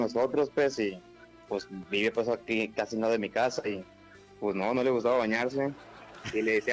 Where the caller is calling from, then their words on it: Los Reyes, Michoacán, Mexico; De aquí de Los Reyes.